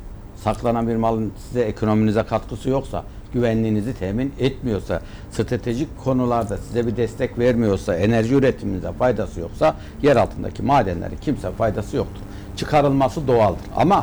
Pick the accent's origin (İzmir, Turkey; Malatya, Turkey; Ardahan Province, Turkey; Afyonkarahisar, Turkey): Malatya, Turkey; Hekimhan; moved away; ben kendim Malatya hekim anlayayım. Bizim hekim an maden yatağıdır. Evet. Ben çocukluğum madenin içinde geçti. Orada büyüdüm, orada çalıştım.